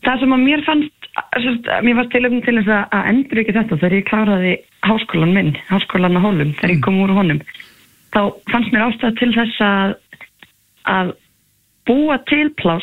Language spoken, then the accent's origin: Icelandic; Leirubakki, South Iceland, Iceland; Og svo komum við upp á Leirubakka bara þegar ég 11 ára og svo ég búin að vera hér, svona með báða fætur síðan, nánast.